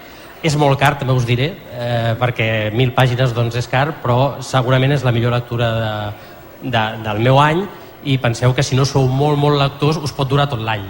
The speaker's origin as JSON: {"language": "Catalan", "town": "Sant Boi de Llobregat", "region": "Catalonia", "country": "Spain", "said": "jo sóc autor de Sant Boi"}